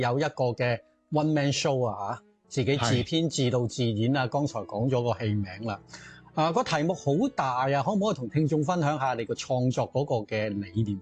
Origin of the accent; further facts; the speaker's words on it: Hong Kong; 就係土生土長嘅香港人。但係其實咧，嗰個嘅即係籍貫啦，或者祖籍同自己好遙遠啦。其實我自己本身都係潮州嘅，我係潮州澄海。